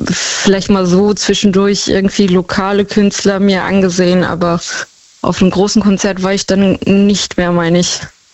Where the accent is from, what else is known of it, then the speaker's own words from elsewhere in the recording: Dortmund, North Rhine-Westphalia, Germany; Ja. Aus Dortmund.